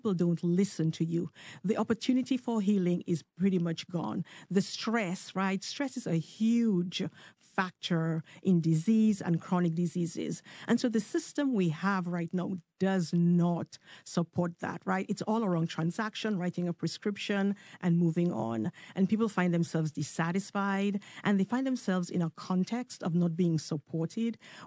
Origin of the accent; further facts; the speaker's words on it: Dominica; I grew up in Dominica. That's a Black country.